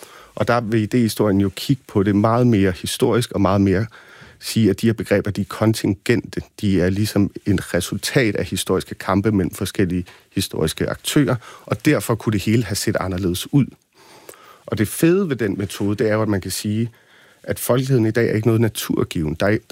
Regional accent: Copenhagen, Capital Region of Denmark, Denmark; born or raised there

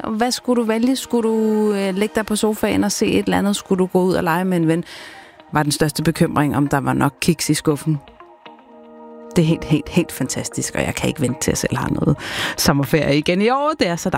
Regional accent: Bornholm, Capital Region of Denmark, Denmark; nogle af byerne på Bornholm, hvor jeg er vokset op.

